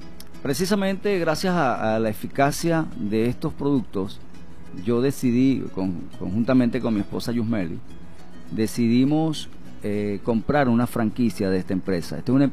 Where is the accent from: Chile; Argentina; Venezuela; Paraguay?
Venezuela; los venezolanos